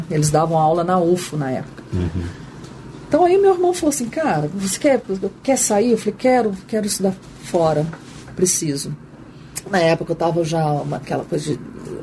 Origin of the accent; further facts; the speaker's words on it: Uberlândia, Minas Gerais, Brazil; now in Campinas, Brazil; Eu vim de Uberlândia, com uma cidade bem menor.